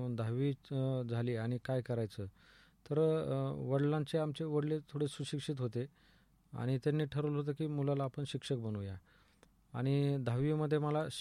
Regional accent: Maharashtra, India; moved away as an adult; also born or lived in Nannaj; now in Chhatrapati Sambhajinagar, India; माझं बालपण जे आहे ते जामखेड तालुका आणि धोंडपारगाव या खेडेगावामध्ये झालं। तसं मी खेडेगावातूनच आहे, पण व्यवसायाच्या निमित्तानं मी संभाजीनगर शहरामध्ये वाळूजा माडीशीला गेलो

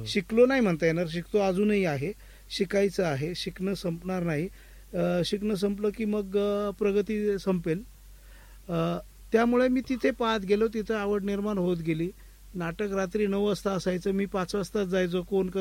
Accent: Vadzire, Maharashtra, India; also born or lived in Mumbai; now in Ahmednagar, India; मी मूळचा पारनेर तालुक्यातला वडझिरे गावचा, माझ्या शेजारचं गाव देवी बैरे

